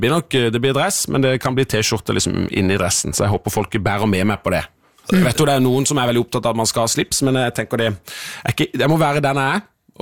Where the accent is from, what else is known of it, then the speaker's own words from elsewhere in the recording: Søgne, Agder, Norway; Vi hadde øvingstid i Søgne der jeg kommer fra.